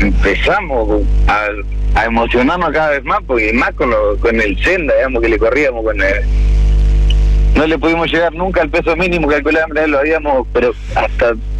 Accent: Gualeguay, Entre Ríos, Argentina; now in Timbúes, Argentina; Somos todos de Gualeguay nosotros.

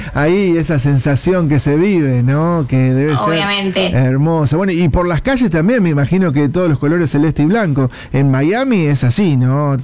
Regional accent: Argentina; nos portemos bien como argentinos

